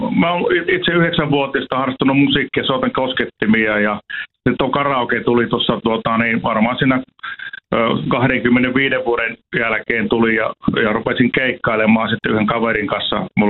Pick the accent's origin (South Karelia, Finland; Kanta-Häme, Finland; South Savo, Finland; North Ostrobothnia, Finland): South Savo, Finland; Mikkeli; No minä menin tuolla Mikkelistä, kun olen kotoisin, niin ensimmäisenä menin Stoppariin.